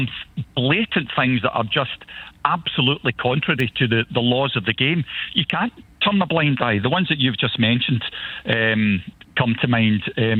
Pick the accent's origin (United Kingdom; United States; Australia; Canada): United Kingdom; Scotland; I'm Scottish